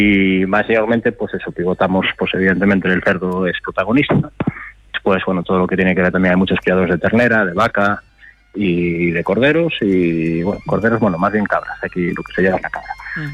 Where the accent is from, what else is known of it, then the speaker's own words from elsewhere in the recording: Chantada, Galicia, Spain; Sí, sí, yo nací en Chantada de toda la vida.